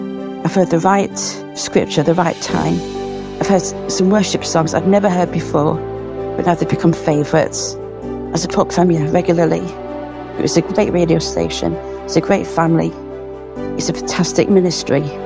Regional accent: Yorkshire and the Humber, United Kingdom; from Yorkshire.

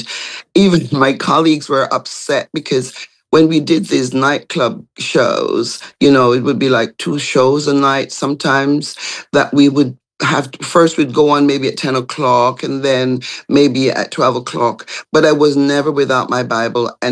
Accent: Jamaica; I am Jamaican in and out.

